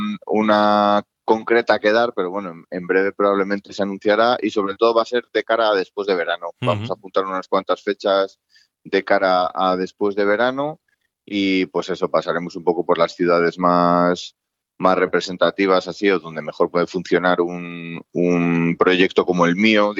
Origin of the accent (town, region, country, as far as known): Valladolid, Castile and León, Spain